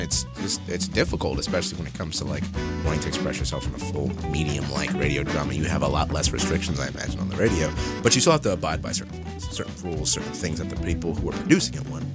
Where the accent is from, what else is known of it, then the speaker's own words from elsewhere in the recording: Jersey City, New Jersey, United States; Oh, yeah, I'm from Jersey City, New Jersey.